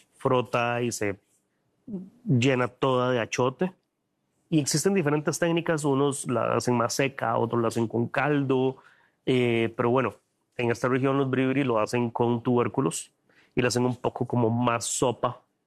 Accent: Costa Rica; yo no tenía mapeado en mi cabeza ni como cocinero ni como costarricense que existían.

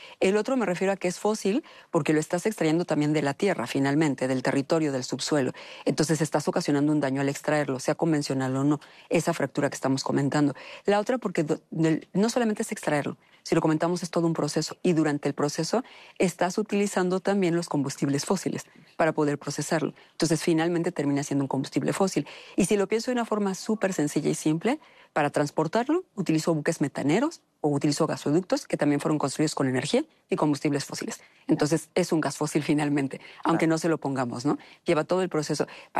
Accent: Tamaulipas, Mexico; born there; moved away; yo nací en Tamaulipas, soy de allá.

